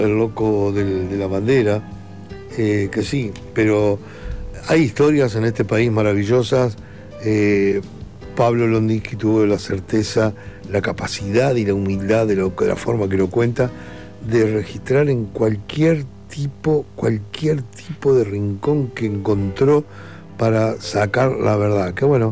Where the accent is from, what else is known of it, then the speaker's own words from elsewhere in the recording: Maldonado, Uruguay; Sí, sí, soy uruguayo, claro, nacido y criado acá en Maldonado.